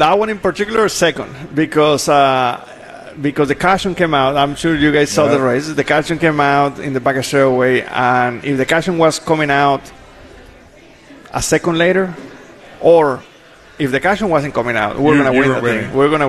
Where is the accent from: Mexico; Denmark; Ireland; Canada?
Mexico; English is a second language; now in United States; when I moved to the United States, I didn't speak English.